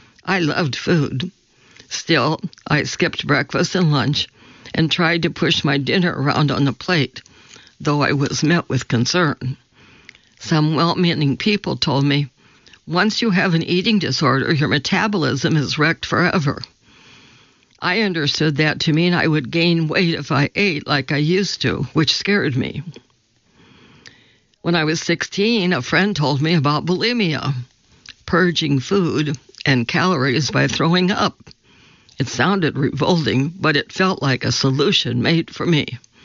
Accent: Roanoke, Virginia, United States; born or raised there

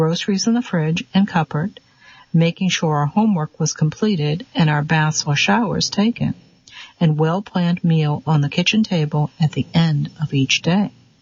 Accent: Mount Vernon, New York, United States; were always as close as could be and were referred to in our neighborhood in Mount Vernon, New York, as the Irish twins.

